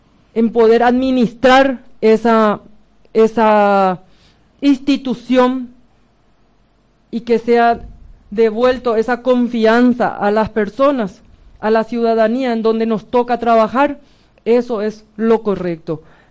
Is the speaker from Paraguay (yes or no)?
yes; Paraguay; Creo que todos somos paraguayos, todos somos paraguayas